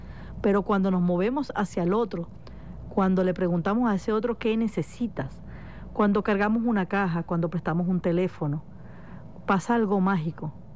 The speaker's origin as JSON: {"language": "Spanish", "country": "Venezuela", "said": "Como venezolanos, como hermanos, como amigos."}